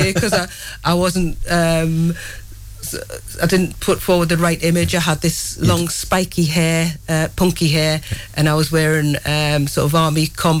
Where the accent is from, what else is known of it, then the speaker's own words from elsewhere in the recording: Wallsend, North East England, United Kingdom; I grew up in one of those steel-clad prefabs, post-war prefabs, on a council estate in Wallsend.